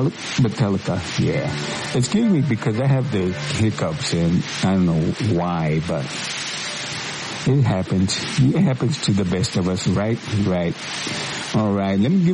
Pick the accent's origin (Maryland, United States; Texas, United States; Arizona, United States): Arizona, United States; Hightown, of course, my hometown, Hightown.